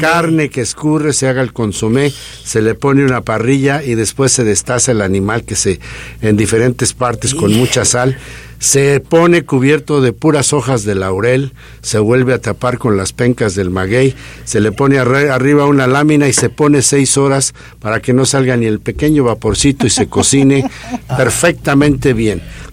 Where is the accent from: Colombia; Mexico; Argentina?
Mexico; Tepeji del Río, Hidalgo; now in Oxnard, United States; De mi pueblo, de Tepeji del Río Hidalgo